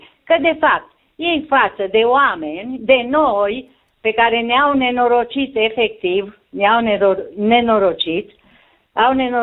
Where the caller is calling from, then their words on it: Beclean, Bistrița-Năsăud, Romania; de la Beclean.